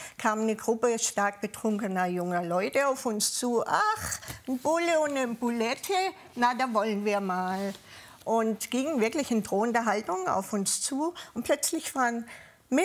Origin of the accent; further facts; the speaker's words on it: Southern Germany, Germany; accent: Southern German dialect; Kam dann auch noch mit meinem süddeutschen Dialekt.